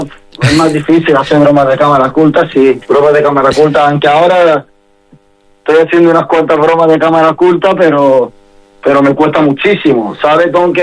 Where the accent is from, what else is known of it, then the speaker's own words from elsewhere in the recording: Melilla, Spain; accent: Melillense; yo creo que nuestro acento melillense a la hora de hablar, no sé, me resulta mucho más gracioso que los demás, no porque sea de Melilla, sino porque es una mezcla